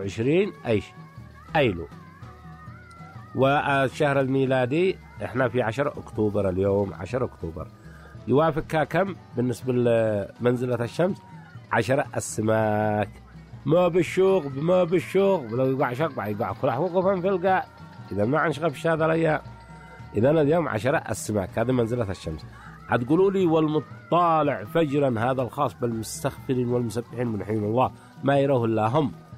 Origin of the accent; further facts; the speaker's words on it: Yemen; فهو عيد أعياد اليمنيين، وهو العيد الأكبر بالنسبة لنا كيمنيين